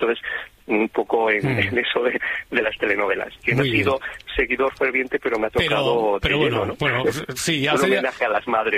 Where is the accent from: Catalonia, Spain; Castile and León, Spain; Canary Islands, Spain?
Castile and León, Spain; now in Alcalá, Spain; Mira, estoy en Alcalá, es un culebrón ya en sí, pero yo soy de Torto de Leiva, de Burgos, y te mando un saludo de nuestra tierrilla.